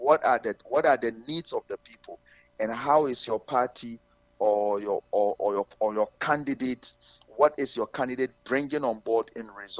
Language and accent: English; Ghana; As a Ghanaian, someone who is proud to say that I'm very well brought by my parents, like many other Ghanaians